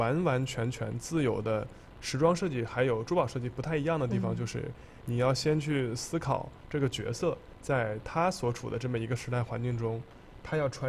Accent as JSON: {"language": "Chinese", "country": "China", "said": "但是我始终明白一点，就我是个中国人"}